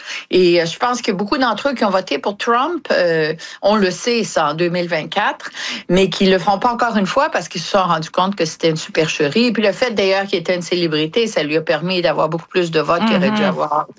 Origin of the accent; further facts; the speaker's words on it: Quebec, Canada; now in United States; Moi, en tant que Québécoise qui vit aux États-Unis depuis 40 ans